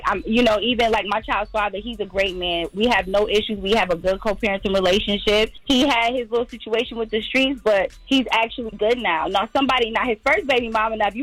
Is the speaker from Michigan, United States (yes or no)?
no; New York, United States; now in Atlanta, United States; I'm actually calling out of Atlanta, but I'm originally from New York.